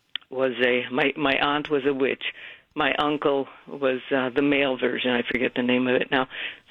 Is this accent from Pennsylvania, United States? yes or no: yes; Philadelphia, Pennsylvania, United States; now in Arlington, United States; We grew up in the Philadelphia area